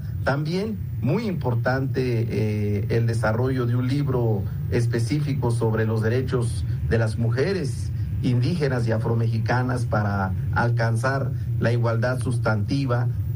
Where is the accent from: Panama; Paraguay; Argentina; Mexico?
Mexico